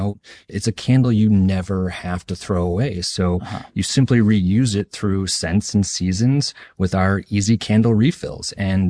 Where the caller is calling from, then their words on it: Brooklyn, New York, United States; I'm calling in from Brooklyn, New York.